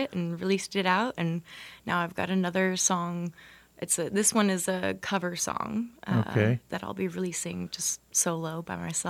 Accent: Dixon, California, United States; I was born and raised in Dixon, but when you're born and raised in Dixon, you kind of are born and raised in Davis a little bit, too.

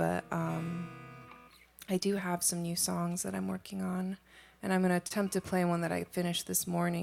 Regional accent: Portland, United States; I am from Portland, and we also don't have AC there

